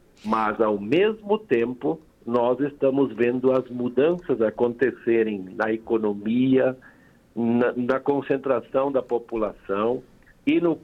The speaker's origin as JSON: {"language": "Portuguese", "town": "Santa Cruz do Sul", "region": "Rio Grande do Sul", "country": "Brazil", "tie": "born or raised there", "said": "onde eu nasci e me criei no interior de Santa Cruz do Sul, no Rio Grande do Sul"}